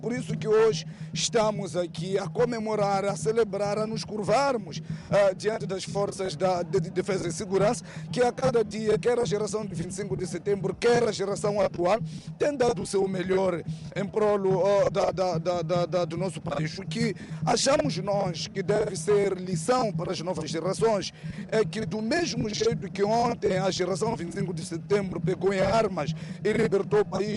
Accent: Mozambique

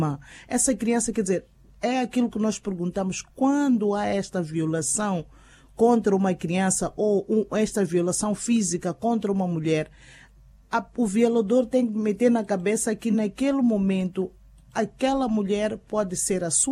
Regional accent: Chidenguele, Gaza, Mozambique; born there; Xidenguel é onde eu nasci

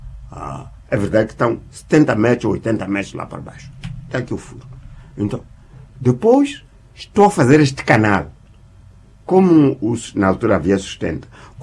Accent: Jangamo, Inhambane, Mozambique; born or raised there

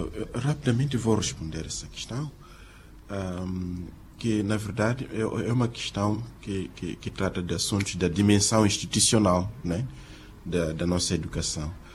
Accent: Mozambique

